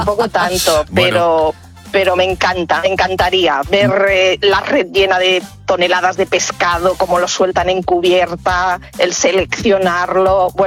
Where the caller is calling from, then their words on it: Barcelona, Catalonia, Spain; Yo vivo en Barcelona.